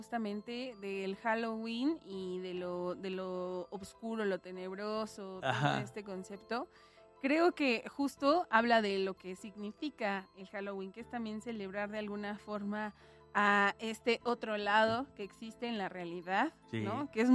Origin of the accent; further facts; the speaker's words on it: Mexico; los que creemos en esto y que somos mexicanos, ¿verdad?